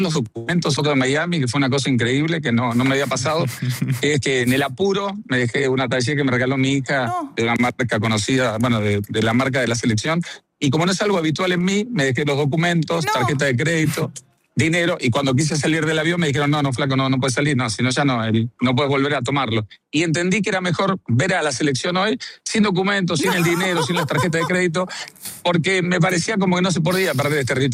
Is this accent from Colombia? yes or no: no; Argentina; La sensación hermosa que uno siente como argentino.